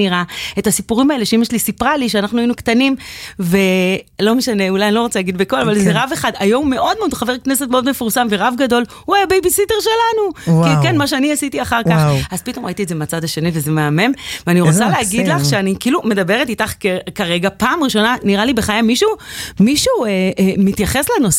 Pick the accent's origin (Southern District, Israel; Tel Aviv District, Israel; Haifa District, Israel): Tel Aviv District, Israel; Bat Yam; אני גדלתי פה בתל אביב, ובגיל 4-5, כן, אחרי זה עברנו לבת ים, לקריה חסידית.